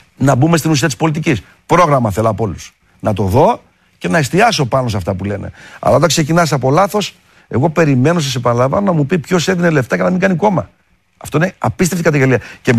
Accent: Vyzitsa, Thessaly, Greece; Πάω σπίτι μου, σε επαναλαμβάνω, σε ένα ωραιότατο σπίτι που έχω εξωτικό εντός εισαγωγικών, στο χωριό μου, στο πύλιο εκεί στη Βυζίτσα απ' έξω.

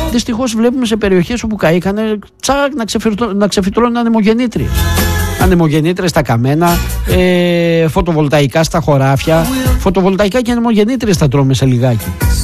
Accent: Greece; now in Thessaloniki, Greece; εγώ σαν Έλληνας κλείνω την επιχείρησή μου

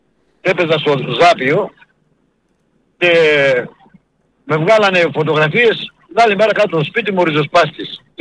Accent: Drama, Eastern Macedonia and Thrace, Greece; also born or lived in Dipotamo; Εγώ είμαι από το Διπόταμο, η καταγωγή μου από εκεί είναι. Αλλά σε μικρή ηλικία έφυγα, ήρθα στη δράμα.

